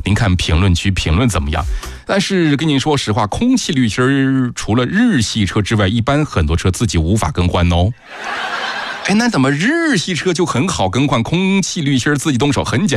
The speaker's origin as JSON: {"language": "Chinese", "town": "Wuhan", "region": "Hubei", "country": "China", "said": "咱们都是武汉的，这个湖北的，咱们几个铁子们啊"}